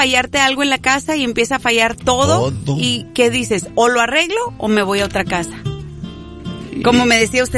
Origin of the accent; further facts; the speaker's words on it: Zaragoza, Coahuila, Mexico; moved away; hay en mi pueblo tornados. No uno, no dos, tres.